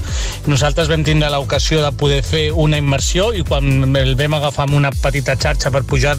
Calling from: Granollers, Catalonia, Spain; de Granollers

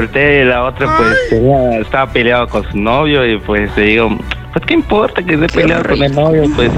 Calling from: Mérida, Yucatán, Mexico; te estoy escuchando aquí desde Mérida. Mérida, Yucatán.

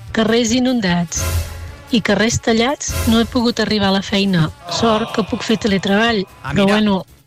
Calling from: Tona, Catalonia, Spain

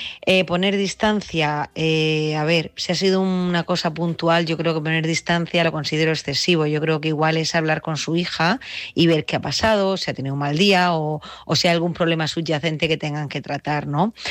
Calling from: Murcia, Region of Murcia, Spain; de Murcia.

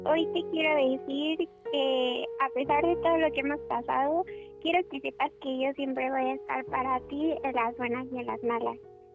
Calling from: Mexico City, Mexico; De Ciudad de México.

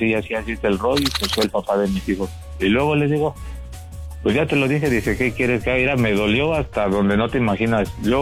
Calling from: Naucalpan, State of Mexico, Mexico; Ella vive en Chimalhuacán y yo vivo en Naucalpan.

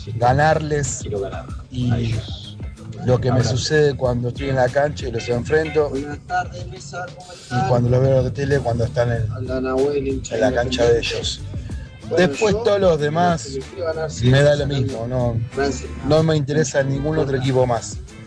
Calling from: Virrey del Pino, Buenos Aires Province, Argentina; de Virrey del Pino

